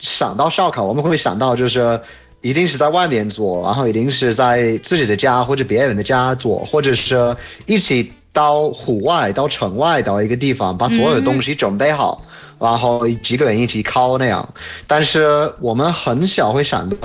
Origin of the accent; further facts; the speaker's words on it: United Kingdom; Chinese is a second language; Hey everyone … from the UK. 大家好，